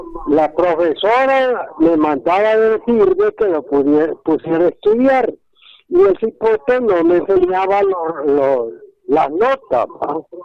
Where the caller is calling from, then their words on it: Guaimaca, Francisco Morazán, Honduras; Aquí estoy en Guaymaca